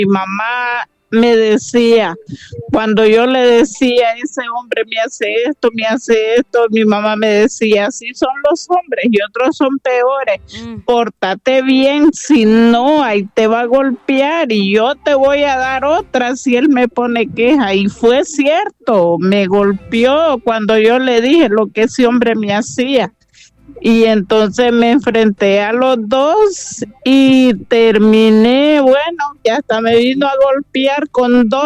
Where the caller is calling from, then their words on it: La Ceiba, Atlántida, Honduras; De La Ceiba.